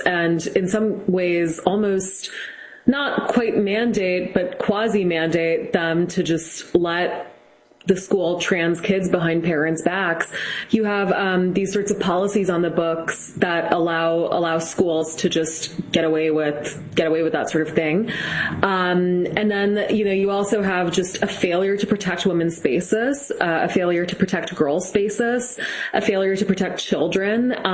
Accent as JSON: {"language": "English", "region": "Massachusetts", "country": "United States", "said": "I'm from Massachusetts, which actually does have very good schools"}